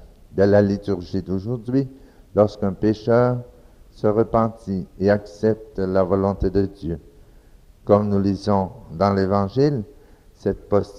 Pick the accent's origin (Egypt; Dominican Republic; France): Dominican Republic; C'est un pays tropical, chez nous, en République dominicaine, et c'est facile de célébrer à l'extérieur.